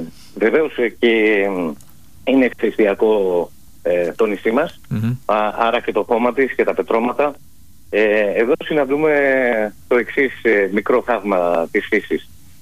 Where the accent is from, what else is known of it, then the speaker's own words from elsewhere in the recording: Ioannina, Epirus, Greece; όπως τα έβλεπα εγώ στο χωριό μου, που έχουν καταγωγή από τα όμορφα Ιωάννινα